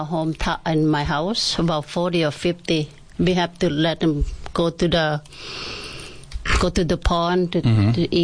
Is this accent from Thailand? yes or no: yes; Northern Thailand, Thailand; now in Yuma, United States; I'm born up center north in Thailand, up north.